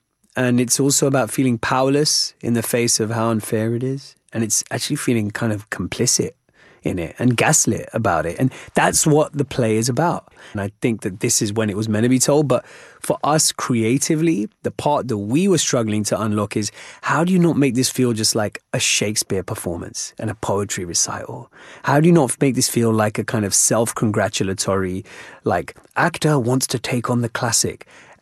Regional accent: Wembley, London, United Kingdom; this Hamlet story set in, you know, medieval Denmark actually is is exactly like growing up in Wembley.

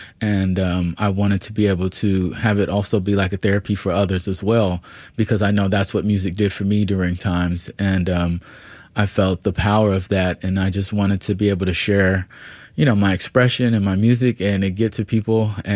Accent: Atlanta, Georgia, United States; moved away; I'm from Atlanta, right?

